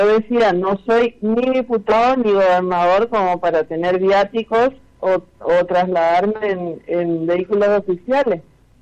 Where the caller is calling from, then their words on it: Resistencia, Chaco, Argentina; Yo soy docente, soy de acá de Resistencia.